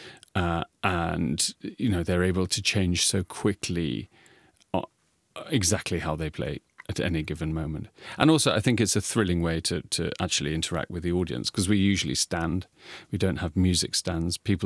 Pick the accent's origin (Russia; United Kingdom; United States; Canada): United Kingdom; England; I mean, I'm English, I come from England.